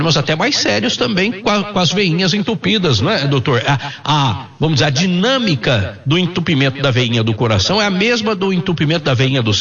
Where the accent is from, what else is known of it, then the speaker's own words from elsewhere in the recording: Minas Gerais, Brazil; Eu sou mineiro, né?